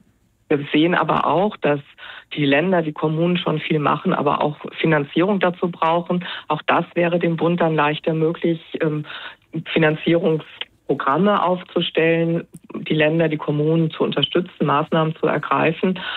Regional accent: Rhineland-Palatinate, Germany; Ich komme aus Rheinland-Pfalz.

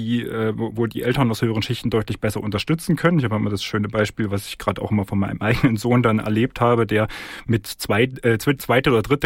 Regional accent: Thuringia, Germany; Also ich komm selber aus Thüringen

